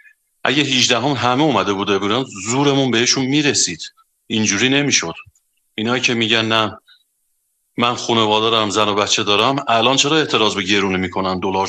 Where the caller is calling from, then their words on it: Ardabil, Ardabil Province, Iran; من از اردبیلم